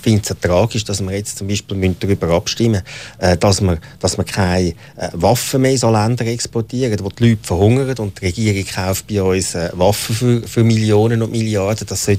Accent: Switzerland; Doch, das habe ich schon. Aber ich glaube, es ist nicht sinnvoll, wenn man als Schweizer Politiker...

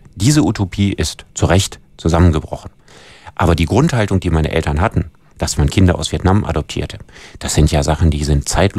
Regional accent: Solingen, North Rhine-Westphalia, Germany; born there; Also ich bin geboren 1964 in Solingen, also in einer vergleichsweise kleinen Stadt

